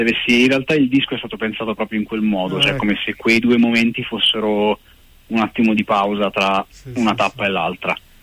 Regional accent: Tuscany, Italy; now in Milan, Italy; No, io sono toscano. Milano ormai da 13 anni più o meno.

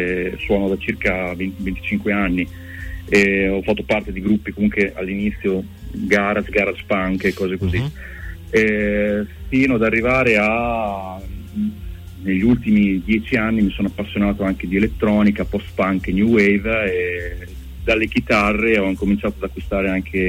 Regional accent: Cesena, Emilia-Romagna, Italy; Io sono di Cesena

